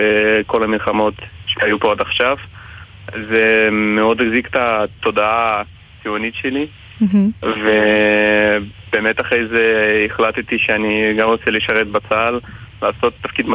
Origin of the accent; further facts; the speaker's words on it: Ukraine; now in Israel; עולה חדש מאוקראינה. עליתי לפני כ-4 שנים במסגרת נעלה.